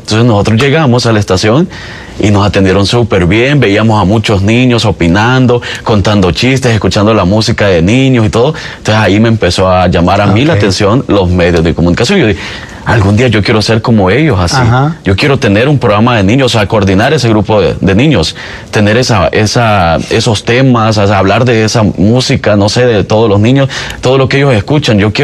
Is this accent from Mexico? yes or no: no; Nueva Concepción, Chalatenango, El Salvador; born or raised there; now in Alabama, United States